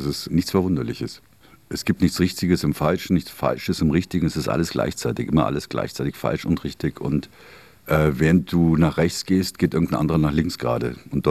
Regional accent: Germany; moved away; Und dann schaue ich mir meine alte Heimat Deutschland an und sehe dort Wahlen, wo Leute gewählt werden, wo Neonazis, deklarierte Neonazis in Regierungen kommen.

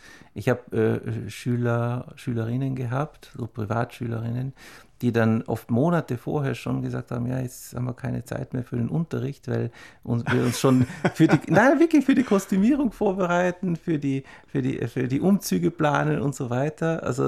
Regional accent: Lower Austria, Austria; moved away; Ich bin auch zwar auf dem Land aufgewachsen, da in der Nähe von St. Pölten, in Niederösterreich, und bin letztendlich so geprägt worden.

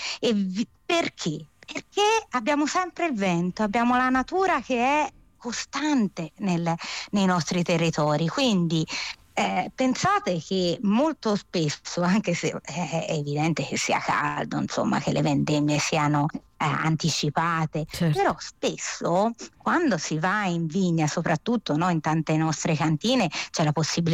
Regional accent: Tuscany, Italy; accent: Tuscan; Che io sono toscana, lo sentite

